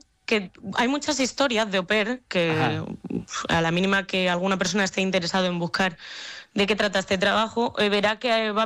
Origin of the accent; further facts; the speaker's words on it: Extremadura, Spain; accent: Madrid; also born or lived in Madrid; now in Ireland; Pues es que el acento es un poco tirando de Madrid, porque nací en Madrid, pero soy extremeña y defiendo mucho mi orgullo extremeño.